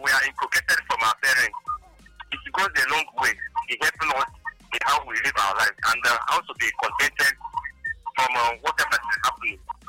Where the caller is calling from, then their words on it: Nigeria; I'm calling from Orin. It's a local government.